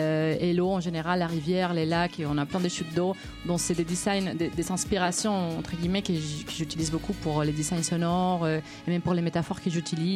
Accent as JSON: {"language": "French", "country": "Spain", "moved": "yes", "said": "il y a certaines personnes comme moi en tant qu'Espagnol"}